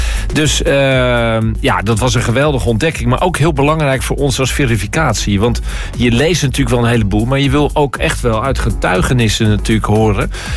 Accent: Rotterdam, South Holland, Netherlands; Ja, ik ben zelf geboren en getogen in Rotterdam. Ik woon bijna mijn hele leven al in Rotterdam.

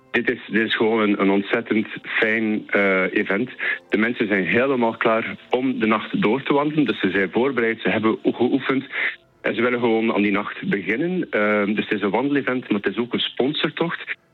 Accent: Bruges, Flanders, Belgium; accent: Flemish; moved away as an adult; now in Amsterdam, Netherlands; ik kom uit Brugge, maar ik woon al 9 jaar in Nederland, in Amsterdam.

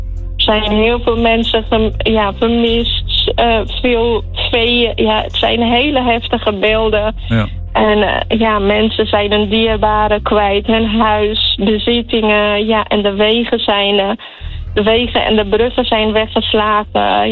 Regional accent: Nepal; now in Rotterdam, Netherlands; Wij staan nu 6-7 jaar in Kralingen. En mensen weten dat we uit Nepal komen.

